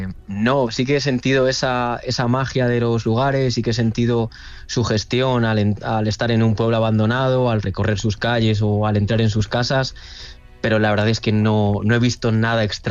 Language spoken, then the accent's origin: Spanish; Alcañices, Castile and León, Spain; que los zamoranos lo tengamos ahí un poco quizás olvidado, entre los que yo me incluyo. Por ejemplo, mi pueblo de Alcañices está a 100 kilómetros